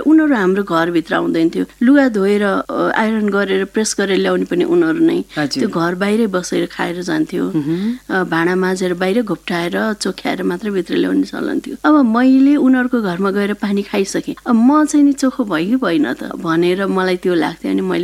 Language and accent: Nepali; Kathmandu, Bagmati, Nepal; दिल्ली बजार पिपल बोर्डबाट यताभित्र हाम्रो एउटा पुरानो दरबार थियो, मेरो जन्म त्यहीँ भएको हो।